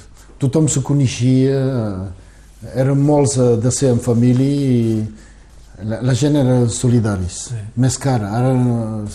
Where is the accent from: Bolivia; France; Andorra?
France; Alenyà, Occitania; Sí, a Alanyà, aquesta casa.